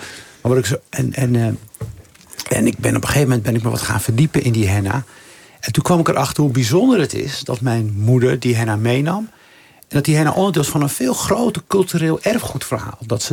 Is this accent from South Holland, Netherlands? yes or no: yes; Rotterdam, South Holland, Netherlands; Ik groeide op in Rotterdam eind jaren 70, begin jaren 80. Mijn moeder was uit de migratie uit Marokko naar Nederland gekomen.